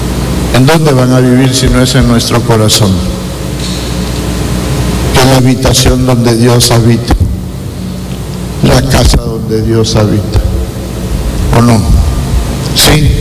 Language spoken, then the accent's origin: Spanish; Teculután, Zacapa, Guatemala; yo que soy de Teculután